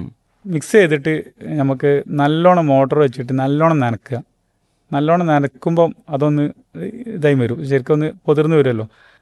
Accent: Kerala, India; നമ്മളീ മലബാർ മേഖലയിൽ നീലക്കൂവ ഉള്ളൂ.

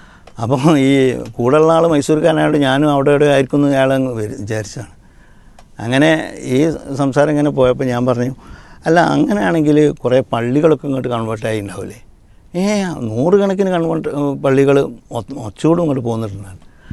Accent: Kodiyathur, Kerala, India; മൈസൂരിൻ്റെ അടുത്ത് തന്നെയാണ് ഈ കൊടിയത്തൂർ, പക്ഷേ ഞാൻ കൊടിയത്തൂർ സ്വദേശിയാണ്

